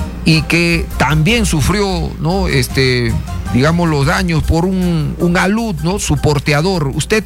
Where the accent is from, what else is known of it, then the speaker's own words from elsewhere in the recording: Peru; todos los peruanos estamos con ustedes